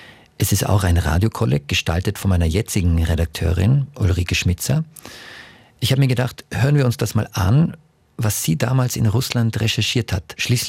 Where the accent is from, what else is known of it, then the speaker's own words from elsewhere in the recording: Sweden; Ich als Laie und gebürtiger Schwede